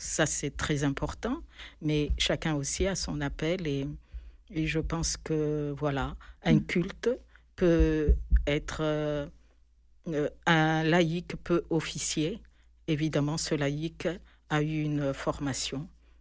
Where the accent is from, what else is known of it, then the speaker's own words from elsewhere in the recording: Madagascar; moved away as an adult; also born or lived in Aix-en-Provence; now in Grignan, France; je suis malgache, je viens de Madagascar. Et je suis venue, donc après mon bac, j'ai passé mon bac à Madagascar, à Antananarivo. Et je suis arrivée, en fait, ici à Aix-en-Provence, et pour faire des études de philosophie.